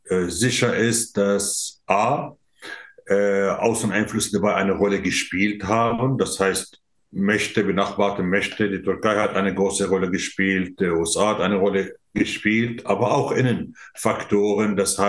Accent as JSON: {"language": "German", "country": "Syria", "moved": "yes", "said": "Ich komme aus Syrien ursprünglich, bin seit 35 Jahren hier."}